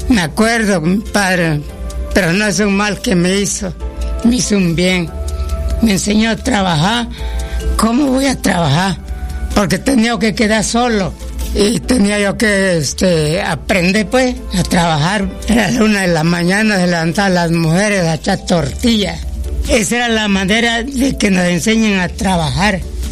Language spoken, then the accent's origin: Spanish; Mexico; now in Nuevo Usumacinta, Mexico; Ahí nacimos y ahí quedó nuestro ombligo.